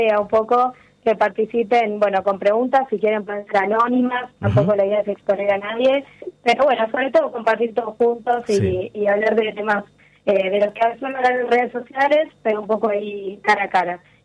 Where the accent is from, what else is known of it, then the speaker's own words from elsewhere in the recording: Buenos Aires, Argentina; yo soy de Buenos Aires, soy psicóloga, estudié psicología en la UBA